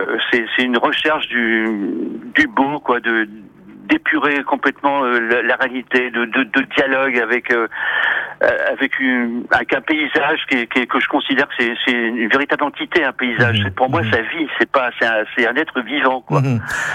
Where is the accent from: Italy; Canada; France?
France; Saint-Nazaire, Pays de la Loire; je suis originaire de Saint-Nazaire.